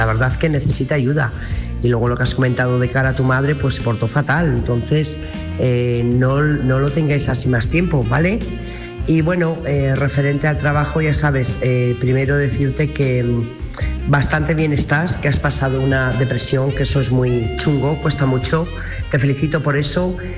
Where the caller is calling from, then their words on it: Burgos, Castile and León, Spain; corresponsal de Burgos.